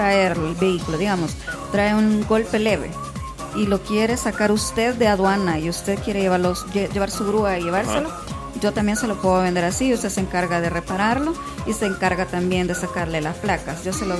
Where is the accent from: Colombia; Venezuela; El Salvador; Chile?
El Salvador; nosotros como hermanos salvadoreños que somos